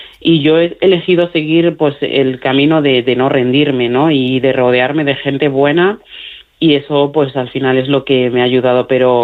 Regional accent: Mali; Spanish is a second language; moved away; hablo mejor el castellano y el gallego que mi propio dialecto. Y la suerte que tengo es que tengo una pareja maravillosa que también es de Mali y estamos volviendo a retomar el dialecto.

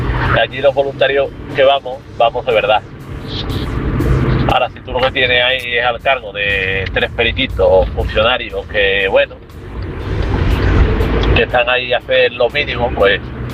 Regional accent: Seville, Andalusia, Spain; Yo soy de aquí de Sevilla

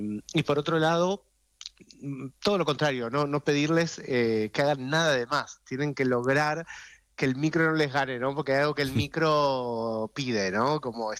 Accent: Argentina; accent: Argentine; Todas las pequeñas partes de la serie las he tenido que hacer con mi acento argentino

